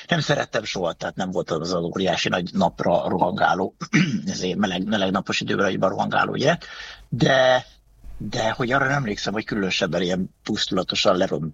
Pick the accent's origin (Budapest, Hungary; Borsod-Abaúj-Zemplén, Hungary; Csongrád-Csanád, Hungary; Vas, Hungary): Budapest, Hungary; lakótelepen nőttem föl, ez ugye a gazdagréti lakótelep, ami akkor még nem volt ennyire körbeépítve, mint most, tehát az most gyakorlatilag más lakóparkokkal körbeépített terület